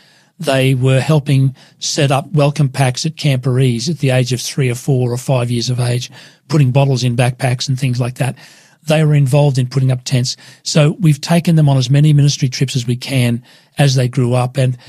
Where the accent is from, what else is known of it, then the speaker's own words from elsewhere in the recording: Queensland, Australia; moved away as an adult; also born or lived in New Zealand; now in Sydney, Australia; We're both from Queensland. We've left our family behind.